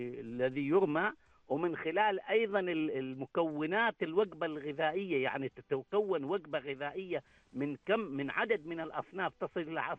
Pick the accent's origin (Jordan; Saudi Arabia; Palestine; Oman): Oman; هناك الآن أنا أعتبرها هذه رسالة إيجابية لنا نحن كعمانيين بشكل خاص.